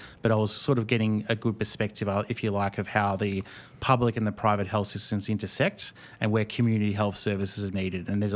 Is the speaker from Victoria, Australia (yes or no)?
yes; Bendigo, Victoria, Australia; great memories growing up in Bendigo, playing soccer here locally, hanging out with mates, doing things on weekends together.